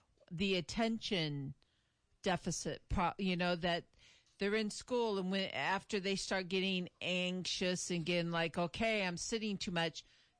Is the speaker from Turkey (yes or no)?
no; California, United States; I grew up in California.